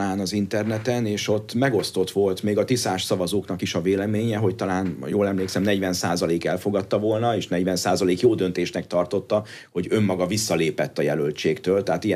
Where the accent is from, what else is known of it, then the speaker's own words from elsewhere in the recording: Germany; moved away; Én úgy nőttem fel Németországban, hogy Helmut Kohl volt a kancellár 16 évig